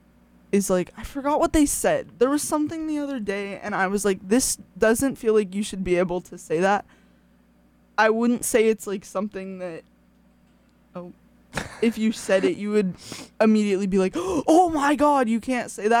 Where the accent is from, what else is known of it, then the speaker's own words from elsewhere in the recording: Davis, California, United States; growing up in Davis